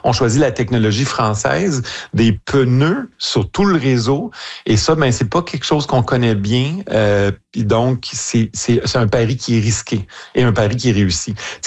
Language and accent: French; Montreal, Quebec, Canada; Chez nous à Montréal